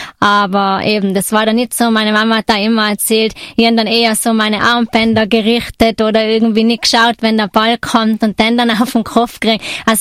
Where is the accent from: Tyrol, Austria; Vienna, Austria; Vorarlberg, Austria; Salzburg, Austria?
Tyrol, Austria; Zams; also born or lived in Innsbruck; Ja, aufgewachsen sind wir dann in dem Ort, in dem wir ursprünglich dann eigentlich geboren werden wollten, also in Zams